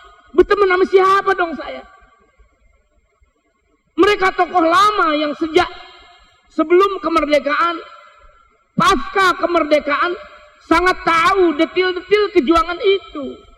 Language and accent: Indonesian; Matraman, Jakarta, Indonesia; Sebab saya dari Matraman menikah kepada orang yang masih dekat dengan bilangan daerah ini. Saya menikah ke Cakung.